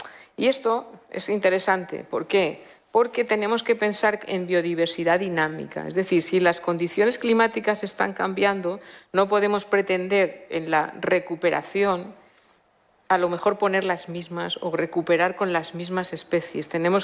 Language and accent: Spanish; Valencia, Valencian Community, Spain; como soy de Valencia